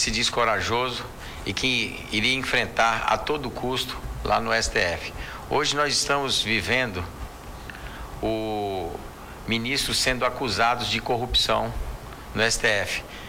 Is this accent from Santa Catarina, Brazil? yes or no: no; Acre, Brazil; sou acreano do pé rachado, minha família mora aqui, meu pai, minha mãe, meus filhos. É aqui que eu nasci e é aqui que eu quero viver o resto da minha vida.